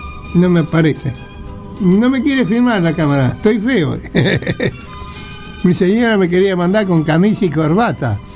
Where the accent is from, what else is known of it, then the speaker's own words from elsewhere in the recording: Buenos Aires, Argentina; en el barrio de Pompeya, Soldati, donde yo nací, entre Pompeya y Soldati